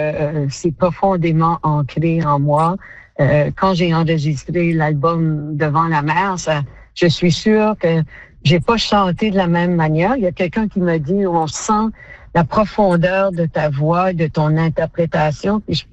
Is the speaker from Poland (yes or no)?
no; Memramcook, New Brunswick, Canada; on s'en va dans mon village natal, qui est Memramcook, que je tenais vraiment à retourner dans mon village là-bas.